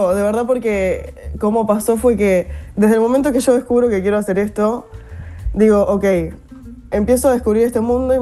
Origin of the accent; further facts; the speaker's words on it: Montevideo, Uruguay; moved away as an adult; now in London, United Kingdom; Yo en verdad me mudé a Londres de Uruguay, de Montevideo, queriendo trabajar en publicidad